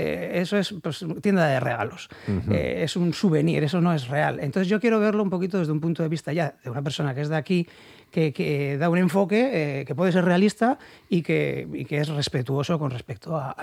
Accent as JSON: {"language": "Spanish", "town": "Bilbao", "region": "Basque Country", "country": "Spain", "said": "yo soy de Recalde, sí. Y he ido a estudiar ahí a Sadrián, desde pequeño."}